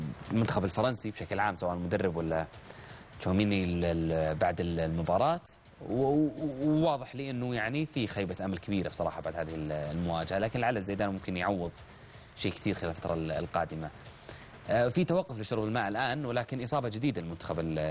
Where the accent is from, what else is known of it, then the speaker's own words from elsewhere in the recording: Saudi Arabia; عندنا في السعوديه